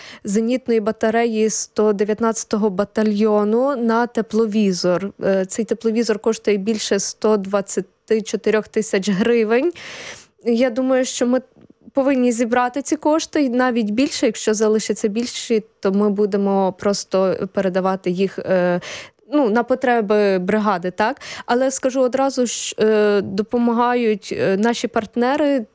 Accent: Ternopil Oblast, Ukraine; also born or lived in Kyiv; Я сама із Тернопільської області родом, але я вже в Києві спочатку навчалась, потім працювала, і відповідно я вже там була.

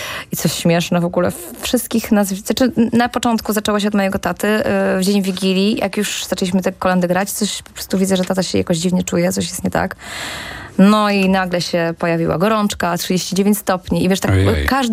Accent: Warmian-Masurian Voivodeship, Poland; moved away; also born or lived in near Toruń; No nie, ja jestem jestem warmiaczką.

